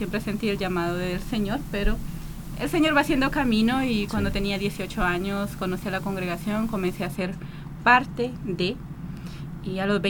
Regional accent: Guajiquiro, La Paz, Honduras; moved away as an adult; also born or lived in Brazil / Italy; Yo soy de una comunidad, de una aldea que se llama Guanacaste, en Guajiquiro, en el departamento de La Paz, así que soy hondureña.

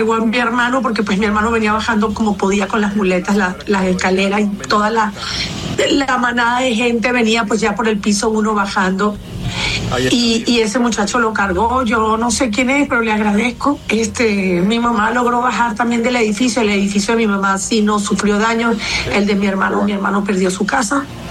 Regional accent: Maracay, Aragua, Venezuela; moved away; Yo tengo toda mi familia, nosotros somos de Maracay, estado Aragua, es de donde yo soy, en una ciudad relativamente pequeña, no muchos artistas venezolanos son de ahí. Toda mi familia está allá, tanto mi familia materna como mi familia paterna.

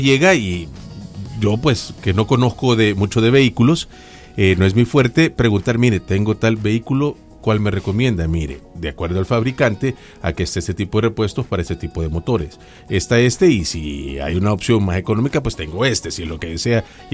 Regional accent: El Salvador

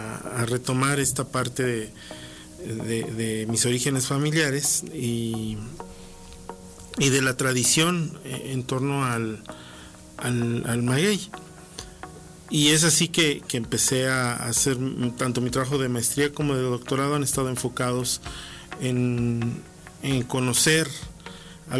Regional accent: Puebla, Mexico; yo soy originario de Puebla y mi familia, por parte de mi mamá, debería ser como la cuarta generación de tlachiqueros.

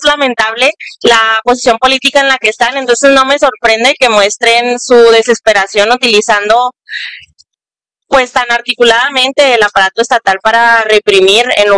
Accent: Mexico; como mexicanos y mexicanas

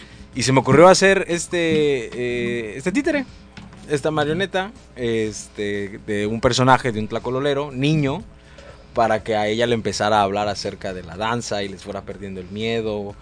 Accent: Acapulco, Guerrero, Mexico; born there; also born or lived in Morelos; now in Acapulco, Mexico; Soy actor, productor y fotógrafo, nacido aquí en Acapulco y apasionado de la cultura y el arte guerrerense.

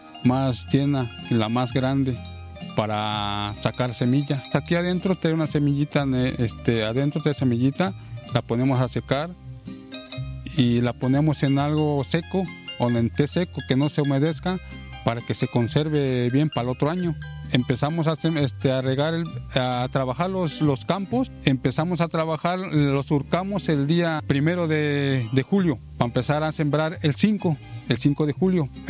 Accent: San Pablo Coapan, Veracruz, Mexico; soy de San Pablo Coapan, municipio de Naulinco

